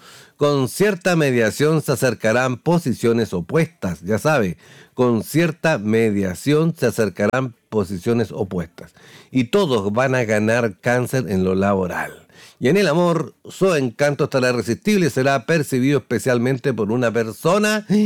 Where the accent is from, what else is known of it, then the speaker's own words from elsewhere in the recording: El Carmen, Ñuble, Chile; Somos del Carmen, capital de la Castaña.